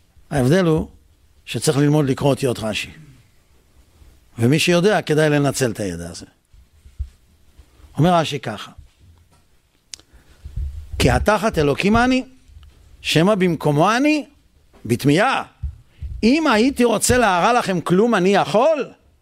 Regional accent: Netanya, Central District, Israel; כשגדלנו ילדים בנתניה, אז הייתה השכנה למעלה.

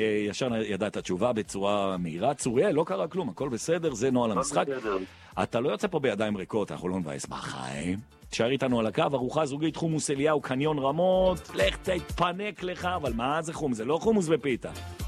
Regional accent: Jerusalem, Jerusalem District, Israel; אני גדלתי שם, גם סיימתי את התיכון במקיף גילו.

